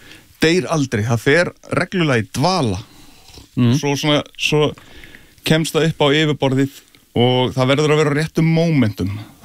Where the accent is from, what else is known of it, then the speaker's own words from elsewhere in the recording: Reykjavik, Capital Region, Iceland; Já, ég ólst upp í Árbænum.